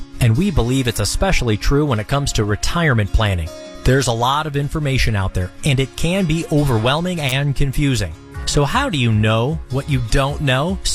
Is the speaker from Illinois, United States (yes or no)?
yes; Chicago, Illinois, United States; born or raised there